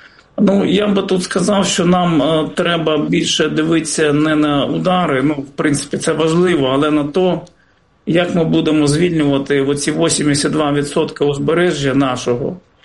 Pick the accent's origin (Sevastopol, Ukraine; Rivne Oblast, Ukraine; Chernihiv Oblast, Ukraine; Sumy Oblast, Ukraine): Sevastopol, Ukraine; я сам з Севастополя